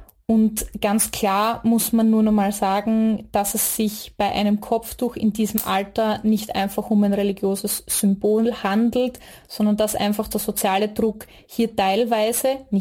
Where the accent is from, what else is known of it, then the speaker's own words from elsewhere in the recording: Styria, Austria; Ich bin ja aus der Steiermark.